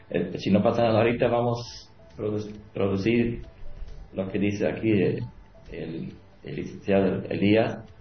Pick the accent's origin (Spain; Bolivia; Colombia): Bolivia; Santa Cruz; also born or lived in Mexico; De México. Yo soy mexicano, pero de chiquito trajeron mis padres aquí. Para mí es Bolivia como es mi país, para mí es como mi querido Bolivia, porque yo no conozco más que Bolivia.